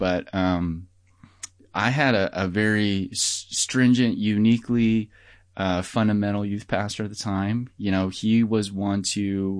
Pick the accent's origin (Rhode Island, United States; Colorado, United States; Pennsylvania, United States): Colorado, United States; Denver; Well, you know, born and raised in Denver, Colorado.